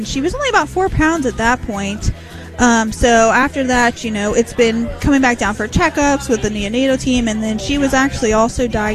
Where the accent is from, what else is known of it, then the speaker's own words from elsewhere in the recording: Ohio, United States; we're from Ohio. We're about 3 hours away